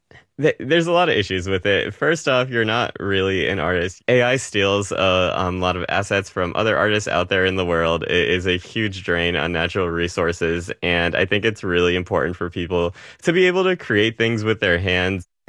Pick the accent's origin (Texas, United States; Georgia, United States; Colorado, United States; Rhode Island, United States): Rhode Island, United States; I'm not from Boston, but I grew up in New England. I grew up in Rhode Island, so pretty close by.